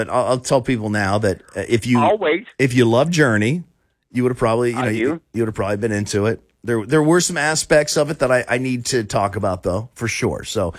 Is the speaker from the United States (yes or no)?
yes; United States; as an American on our 250th birthday as a nation